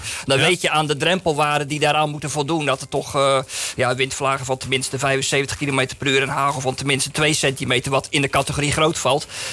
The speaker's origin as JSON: {"language": "Dutch", "region": "South Holland", "country": "Netherlands"}